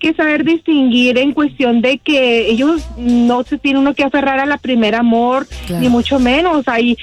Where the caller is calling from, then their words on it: Chihuahua, Mexico; Yo soy de Chihuahua. Chihuahua.